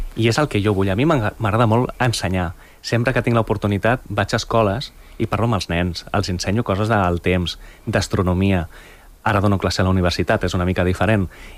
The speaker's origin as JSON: {"language": "Catalan", "town": "Lleida", "region": "Catalonia", "country": "Spain"}